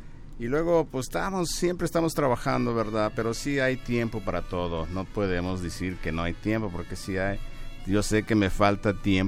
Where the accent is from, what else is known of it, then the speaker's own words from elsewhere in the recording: Coahuila, Mexico; yo daba las mañanitas con mis amigos cuando era pequeño allá en Ejido Morelos